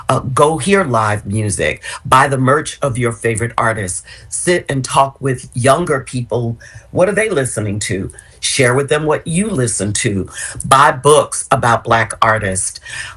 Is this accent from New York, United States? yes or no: yes; New York City, New York, United States; I grew up in West Harlem